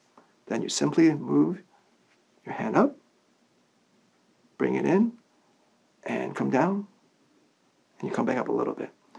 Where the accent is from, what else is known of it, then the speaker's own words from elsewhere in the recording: Hong Kong; Being Hong Kong, being a British colony, there's definitely a fusion of both Western and Chinese medicine. So I grew up with both.